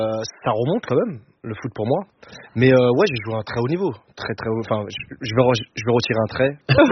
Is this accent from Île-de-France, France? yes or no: yes; Rosny-sous-Bois, Île-de-France, France; j'ai fait partie d'une génération de joueurs dans ma ville à Rosny. Moi, j'ai grandi à Rosny-sous-Bois